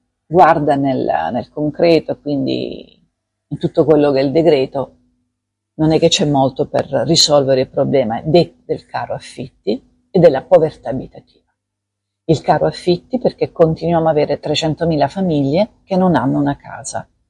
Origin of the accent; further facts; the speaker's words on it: Apulia, Italy; Io che sono pugliese